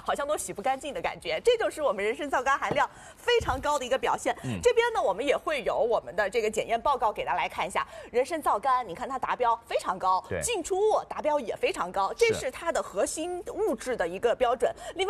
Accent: China; 我们中国人讲究一个阴阳平衡

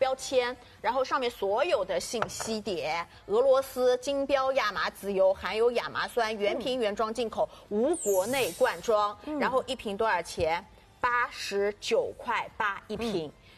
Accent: Shanghai, China; 我们上海人也很实惠的

